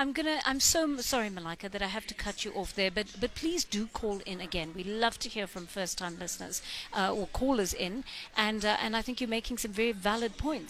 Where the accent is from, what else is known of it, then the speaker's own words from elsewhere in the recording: South Africa; It's almost become a culture to us as South Africans